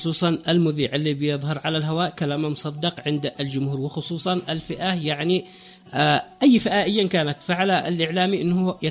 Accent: Raymah, Yemen; انا متريمه بس يشوروا.

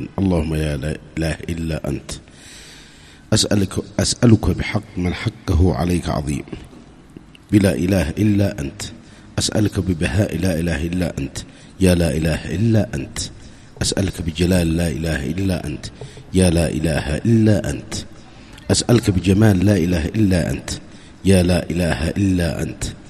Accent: Yemen

